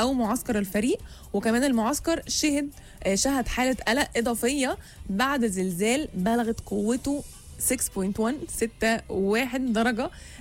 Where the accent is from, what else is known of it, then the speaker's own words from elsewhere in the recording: Alexandria, Alexandria Governorate, Egypt; انا من اسكندرية، تعالوا دوقوا.